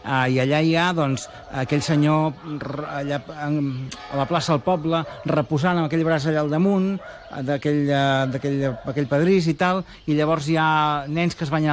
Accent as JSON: {"language": "Catalan", "town": "Gironella", "region": "Catalonia", "country": "Spain", "said": "no, soy de Gironella."}